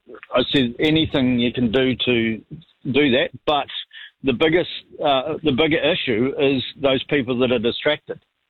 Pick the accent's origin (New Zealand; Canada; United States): New Zealand; I'm still a Kiwi.